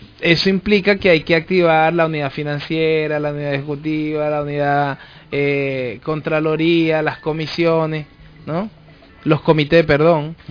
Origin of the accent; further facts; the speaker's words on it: Venezuela; los venezolanos somos un pueblo resiliente, un pueblo solidario y un pueblo que en las dificultades nos crecemos